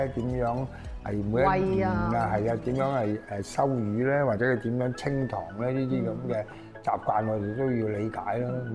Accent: Foshan, Guangdong, China; 尤其是我們佛山人都是很順、很直的

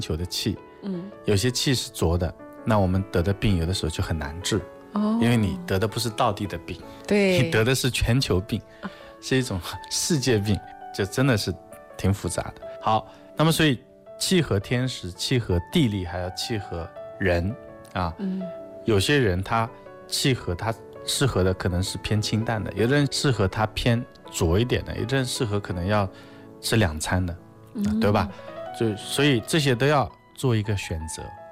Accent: Wu-speaking area, China; accent: Wu; 我们这边吴语系

